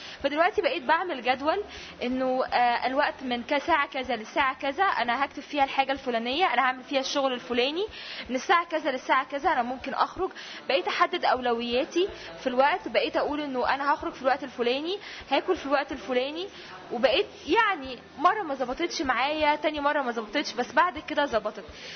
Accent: Egypt; طبعا كل الناس ممكن يحسوا انه احنا مصريين بقى والوقت عندنا انه بالبركه

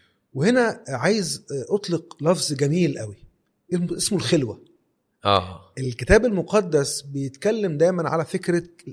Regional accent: Egypt; بيسيب كده وقت معين، بيقول بخصص وقت دوت لحاجة معينة وبيختلي بأمر معين. فأنا بنقطع عن شيء وبختلي بشيء

